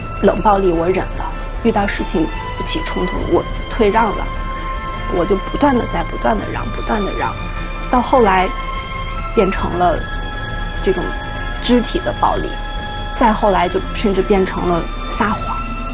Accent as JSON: {"language": "Chinese", "region": "Inner Mongolia", "country": "China", "tie": "born or raised there", "said": "我家是内蒙古的，从小出生之后呢，随着父母到了内蒙西部的一个城市去工作和学习"}